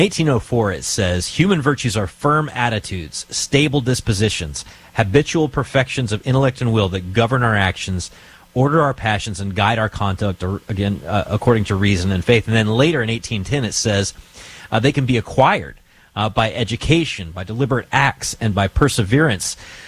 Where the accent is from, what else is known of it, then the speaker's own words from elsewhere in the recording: the South, United States; I'm from the South, so I like the idea of men of grits as well.